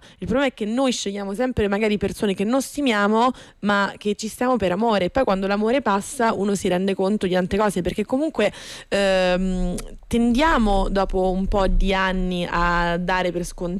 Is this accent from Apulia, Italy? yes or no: yes; Apulia, Italy; Quando mi parli pugliese mi sento al mio paese.